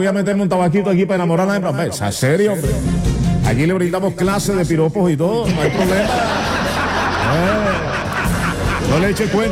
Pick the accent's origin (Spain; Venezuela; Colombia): Colombia; Villanueva; now in Cartagena, Colombia; Hoy un abrazo para mi gente de Villanueva, San Juan del Chivirihuaco, mi tierra. Un abrazo, un apretón de manos para los villanueveros.